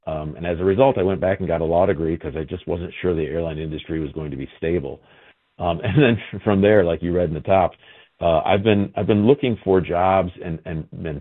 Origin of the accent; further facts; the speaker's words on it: Kalamazoo, Michigan, United States; born there; I was born in Kalamazoo. My dad was an immigrant and my mom was a poor kid from Battle Creek